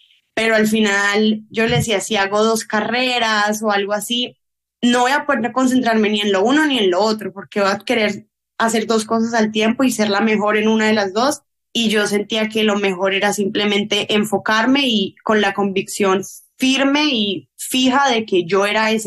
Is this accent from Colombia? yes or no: yes; Colombia; moved away as an adult; yo me fui de Colombia, mi mamá me apoyó mucho, tuve muchas becas de la universidad a la que apliqué